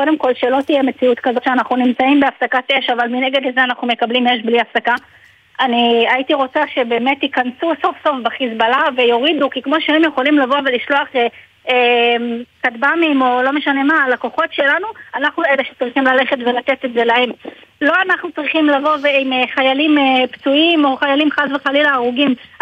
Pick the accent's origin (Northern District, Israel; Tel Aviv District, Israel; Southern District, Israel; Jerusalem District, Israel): Northern District, Israel; Safed; now in Kiryat Shmona, Israel; כן, אבל לא רחוק מפה, אני מצפת.